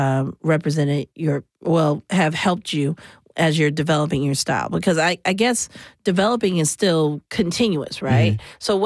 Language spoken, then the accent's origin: English; Atlanta, Georgia, United States; And, yeah, you're right because, as you know, I'm from Atlanta.